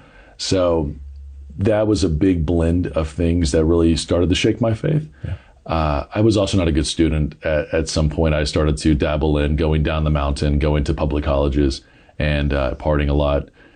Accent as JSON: {"language": "English", "town": "Douglasville", "region": "Georgia", "country": "United States", "tie": "born or raised there"}